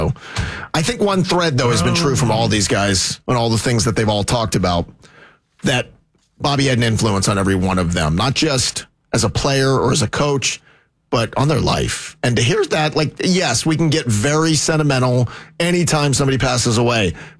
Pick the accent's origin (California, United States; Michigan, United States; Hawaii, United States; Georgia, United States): Georgia, United States; Atlanta; I'm from here. Not from here. I would like, not Turner Field. I grew up here.